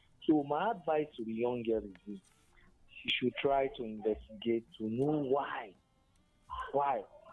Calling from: Enugu State, Nigeria; I've been in Enugu State for getting to 20 years now

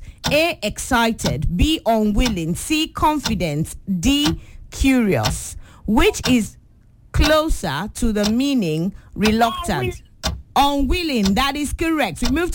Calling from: Ibadan, Oyo, Nigeria; of course, I am 6 years old, and I'm calling from Premier Hill, Mokola, Ibadan.

